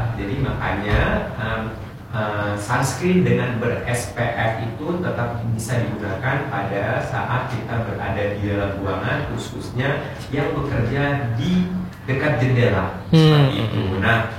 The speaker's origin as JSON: {"language": "Indonesian", "country": "Indonesia", "said": "orang Asia, orang Indonesia khususnya, ataupun kita orang Asia, memang tone kulitnya agak lebih gelap secara genetik."}